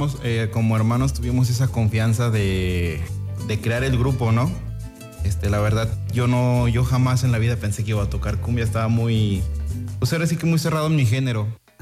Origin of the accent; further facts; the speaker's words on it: Mexico; uno como mexicano pues nace creciendo y escuchando cumbia